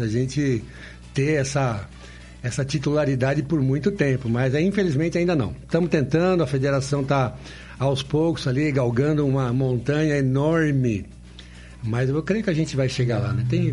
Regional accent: São Paulo, Brazil; now in Curitiba, Brazil; eu sou paulistano

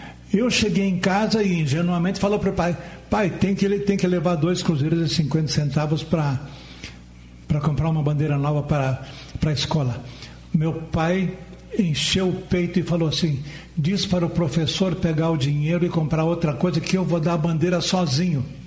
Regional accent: Rio Grande do Sul, Brazil; first language Portuguese; also born or lived in Carazinho; tive que aprender inglês porque estava no currículo. E como todo gaúcho, eu sou metido a falar espanhol

